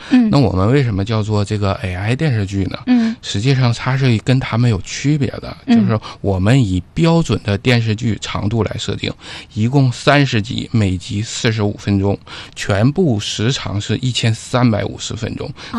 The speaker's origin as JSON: {"language": "Chinese", "region": "Jilin", "country": "China", "said": "我们作为东北人啊，尤其是吉林人"}